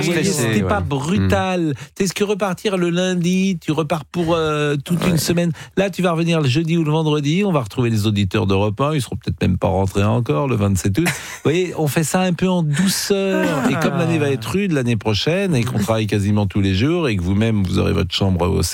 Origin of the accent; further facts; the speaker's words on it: Nantes, Pays de la Loire, France; moved away as an adult; now in Paris, France; en 86, moi, c'est une année importante pour moi, parce que j'ai quitté Nantes, j'ai quitté mon papa et ma maman.